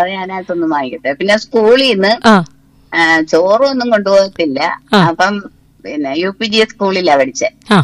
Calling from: Karunagappally, Kerala, India; കരാപ്പള്ളി.

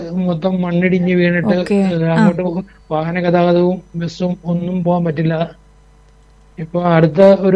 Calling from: Poonjar, Kerala, India

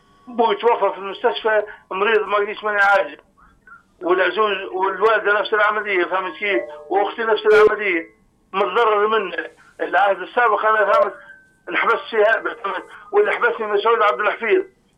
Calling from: Libya; أنا أخوك ليبي أبا عن جد باهي.

